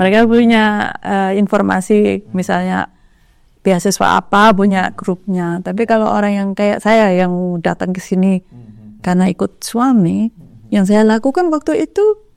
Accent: Java, Indonesia; born there; saya kan lahir bentuk ari-ari saya di Jawa.

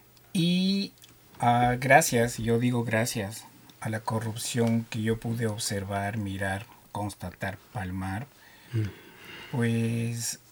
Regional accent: Quito, Pichincha, Ecuador; moved away as an adult; now in Australia; Yo soy quiteño, exactamente.

